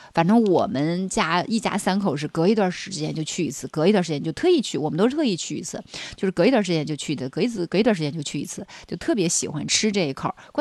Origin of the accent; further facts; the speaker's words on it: Northeast China, China; 反正可能我是东北人，非常符合我东北人的口